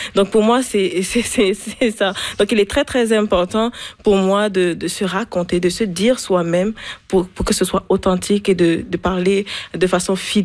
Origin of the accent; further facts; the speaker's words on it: Cameroon; J'étais chez moi au Cameroun et je lisais, je voyais par exemple New York, que je n'ai jamais visité